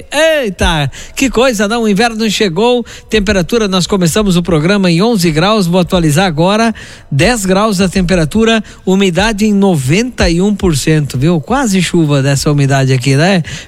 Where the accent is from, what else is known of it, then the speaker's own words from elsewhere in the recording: Paraná, Brazil; moved away; lá na minha terra, no Paraná